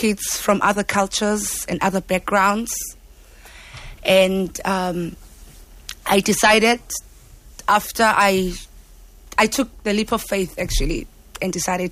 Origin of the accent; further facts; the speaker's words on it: Cape Town, Western Cape, South Africa; I was born and raised in Guguletu by my mom, my granny, and my aunt.